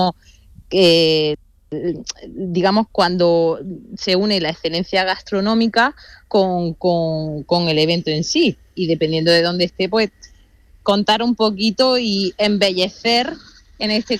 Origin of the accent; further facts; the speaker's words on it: Dúrcal, Andalusia, Spain; yo tengo, también porque vengo del mundo rural, yo soy de un pueblo, soy de Dúrcal, de Granada, del Valle del Lecrín, y mis padres tenían casas rurales.